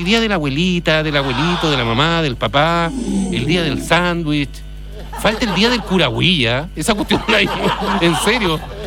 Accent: Lota, Biobío, Chile; 12:30 de la noche buscando veterinario en Concepción. Saca la cuenta, yo soy de Lota.

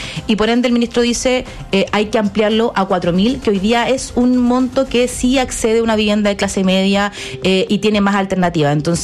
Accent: Valparaíso, Chile; soy porteña

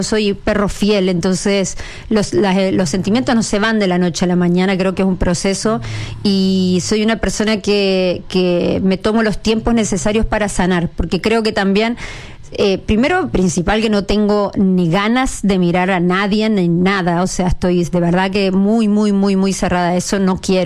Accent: Argentina; now in Chile; cuando yo voy al extranjero y me preguntan de qué país soy, yo digo que yo soy chilena, no digo que soy argentina

